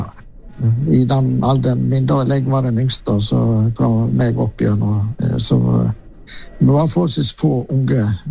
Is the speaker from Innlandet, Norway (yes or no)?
no; Kinsedal, Vestland, Norway; jeg vokste opp i Kinsedal, en liten grend på Sørsia, ja. Så lustringen kanskje ikke alle kjenner, men det var jo der jeg hadde min første år, ja.